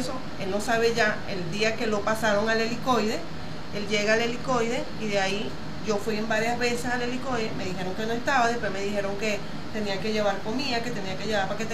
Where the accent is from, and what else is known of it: Venezuela